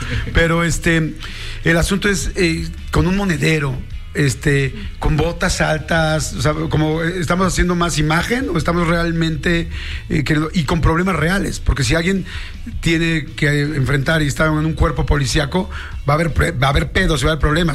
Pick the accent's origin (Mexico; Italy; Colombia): Mexico; así somos los mexicanos